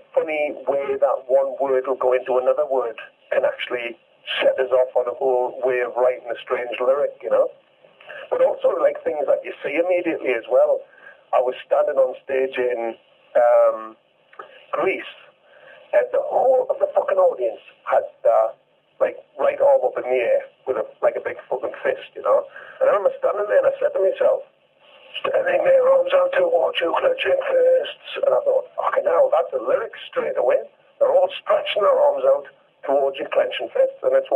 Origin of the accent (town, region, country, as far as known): England, United Kingdom